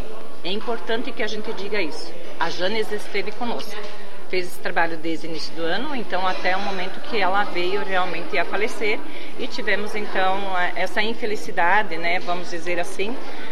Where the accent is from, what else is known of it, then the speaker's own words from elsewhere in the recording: Itapiranga, Santa Catarina, Brazil; Eu sou do município de Itapiranga. De Itapiranga